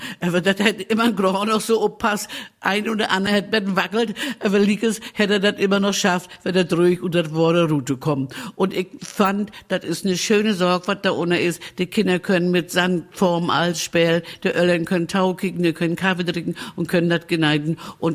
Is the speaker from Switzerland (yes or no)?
no; Malchin, Mecklenburg-Vorpommern, Germany; In unserer schönen Waldarena da in Hainholz bei uns in Malchin. Wer die Gegend kennt, der weiß ja, dass das da unten ganz schön ist. Aber für uns Malchiner sagen wir ja immer